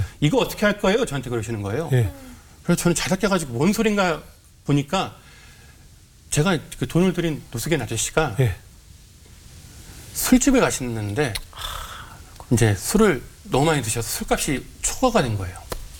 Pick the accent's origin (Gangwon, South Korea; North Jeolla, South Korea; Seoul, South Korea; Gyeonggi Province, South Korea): Gangwon, South Korea; Chuncheon; 제가 고향이 강원도 춘천인데